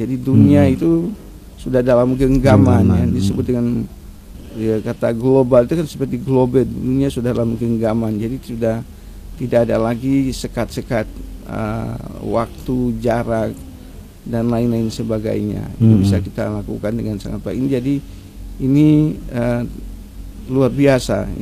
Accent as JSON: {"language": "Indonesian", "region": "Maluku", "country": "Indonesia", "said": "tapi kita menyadari bahwa kita ini adalah orang Maluku dan orang Indonesia."}